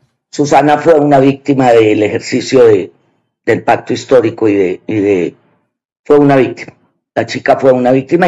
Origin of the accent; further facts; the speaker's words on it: Antioquia, Colombia; Lo primero, yo no soy paisa. Quiero dejarlo claro. Yo soy antioqueña.